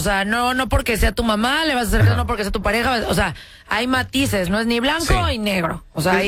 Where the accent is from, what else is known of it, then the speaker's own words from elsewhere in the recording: Mexico; now in United States; Ay, ya estoy acá en Estados Unidos, soy gringa. Yo soy mexicana y a mucha honra.